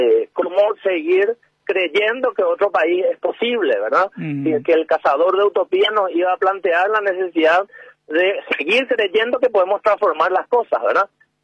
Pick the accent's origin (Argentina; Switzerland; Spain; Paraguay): Paraguay; en qué condiciones queremos seguir siendo paraguayos